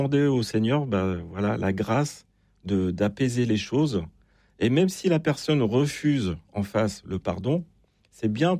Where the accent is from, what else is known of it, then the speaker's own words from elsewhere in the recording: Brittany, France; je suis breton.